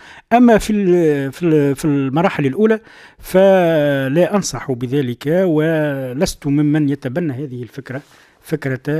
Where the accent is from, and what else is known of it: Tunisia